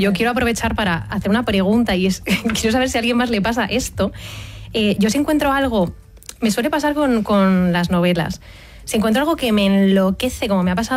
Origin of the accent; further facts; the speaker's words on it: Madrid, Community of Madrid, Spain; y es alucinante porque realmente tú, como madrileño, asocias las fiestas a irte fuera, las fiestas de tu pueblo que están en otro sitio